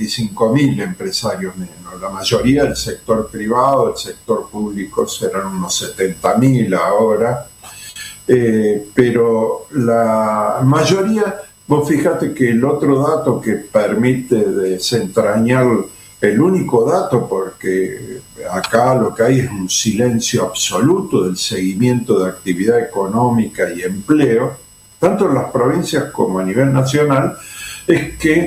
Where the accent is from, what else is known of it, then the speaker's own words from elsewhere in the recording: Córdoba, Argentina; soy contador y de Córdoba